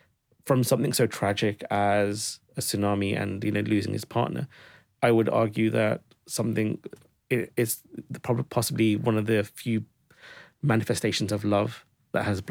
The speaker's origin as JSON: {"language": "English", "region": "Scotland", "country": "United Kingdom", "said": "as the Scottish Indian community"}